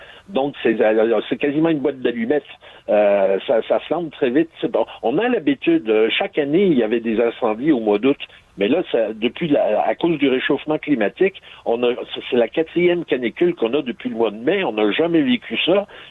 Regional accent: Quebec, Canada; moved away as an adult; now in Bordeaux, France; chez nous, au Québec

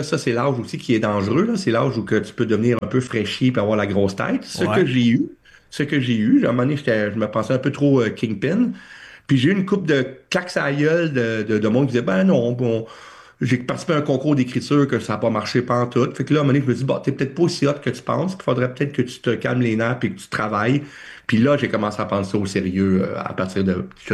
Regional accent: Drummondville, Quebec, Canada; born or raised there

